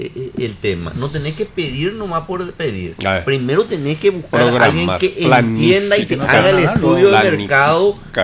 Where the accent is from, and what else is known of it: Paraguay